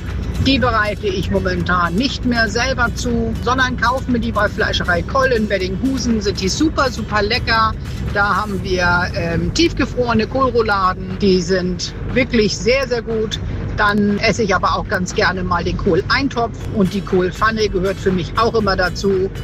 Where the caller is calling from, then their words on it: Dithmarschen, Schleswig-Holstein, Germany; Also, ich komme direkt aus Dithmarschen